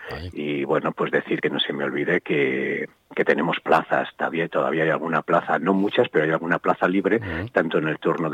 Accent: Castro Urdiales, Cantabria, Spain; yo soy de Cantabria, soy de Castrurdiales

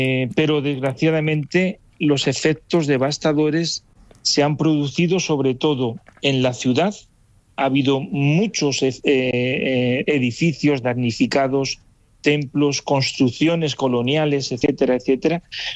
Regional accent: Incinillas, Castile and León, Spain; born there; Mi apellido no es Incinilla, sino que es mi pueblo.

